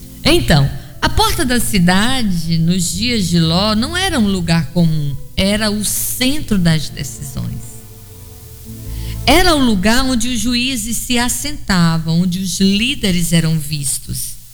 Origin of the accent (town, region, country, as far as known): Vitória do Mearim, Maranhão, Brazil; born there